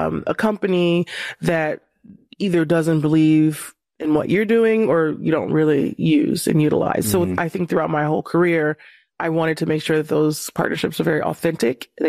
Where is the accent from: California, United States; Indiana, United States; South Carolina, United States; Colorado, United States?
California, United States; Compton; I'm from Compton, California